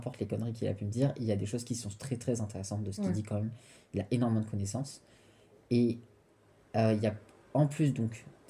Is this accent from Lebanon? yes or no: no; Réunion; J'arrivais pas à lui faire comprendre que oui, on est français, mais de nom, enfin, genre, et ça veut rien dire. Et c'est pas parce qu'on est français que La Réunion n'a pas sa propre culture